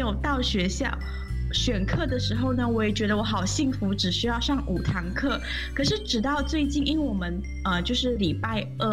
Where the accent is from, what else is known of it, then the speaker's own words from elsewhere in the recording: Malaysia; moved away as an adult; now in Taiwan; 因为我本身是马来西亚华人，那可能跟和家里人或者是平常相处啊，跟同学之类的，我们的语言都是以华语为主，所以英语也不是我们主要的一个沟通语言